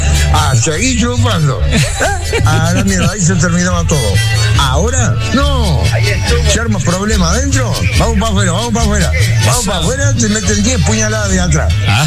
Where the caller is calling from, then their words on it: Villa María, Córdoba, Argentina; El mala onda de Villa María te habla